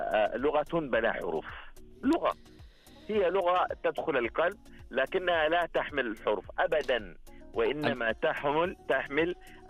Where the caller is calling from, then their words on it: Jazan, Jazan Province, Saudi Arabia; من جازان.